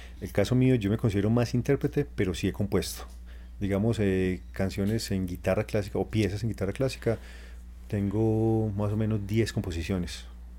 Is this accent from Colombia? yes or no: yes; Colombia; born there; also born or lived in Canada / Vancouver, Canada; Y en el 2011 viajé a Canadá. Yo nací en Canadá, pero llegué a Colombia cuando estaba de 2 años nomás. Entonces volví, digamos, al país a aprender inglés.